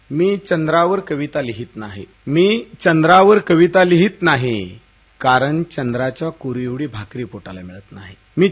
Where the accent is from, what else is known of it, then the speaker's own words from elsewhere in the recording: Solapur, Maharashtra, India; मी सांगितलं महाराष्ट्रातून आलो. त्यानंतर त्यांनी मला असं सांगितलं की महाराष्ट्रातून कुठून आलास विचारलं. त्यावेळेस मी सांगितलं सोलापुरातून.